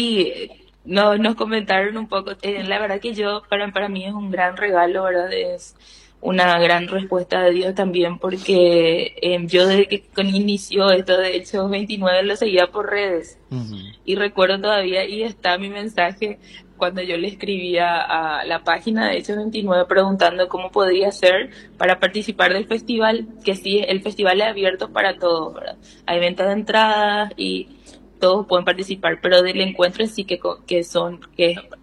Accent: Paraguay

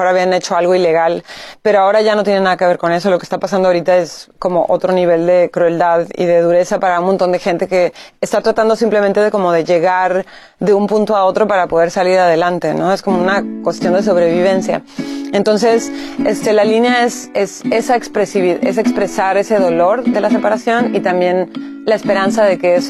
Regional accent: Tijuana, Baja California, Mexico; Yo crecí en Tijuana

